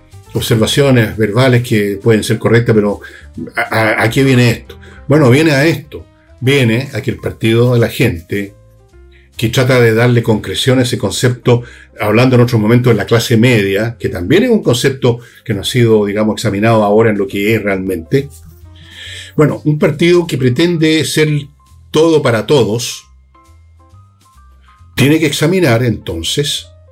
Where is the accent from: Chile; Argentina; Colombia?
Chile; Todos somos la gente de Chile.